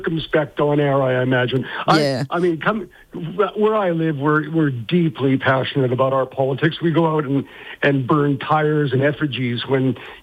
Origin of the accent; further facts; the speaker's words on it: Canada; also born or lived in Australia; now in Spain; I'm an immigrant. I mean, I come from Canada, lived in Australia, moved around Europe, and now I live in Spain.